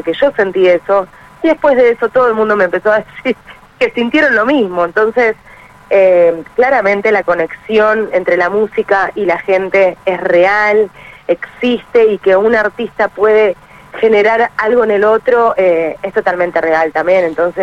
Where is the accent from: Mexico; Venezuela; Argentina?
Argentina; Buenos Aires; Digamos, tengo mi parte rockera que siempre, si así, yo soy porteña, así que bueno, nada, me gusta todo lo que es el rock.